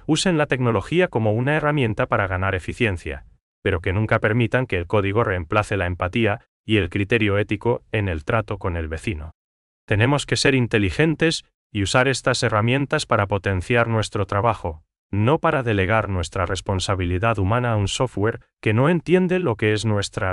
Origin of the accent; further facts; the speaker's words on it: Paraguay; esa chispa humana que nos identifica como paraguayos